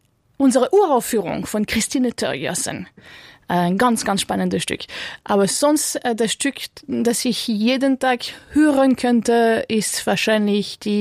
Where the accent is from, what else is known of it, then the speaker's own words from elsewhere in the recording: Chartres, Centre-Val de Loire, France; German is a second language; now in Cologne, Germany; Ich komme aus Chartres.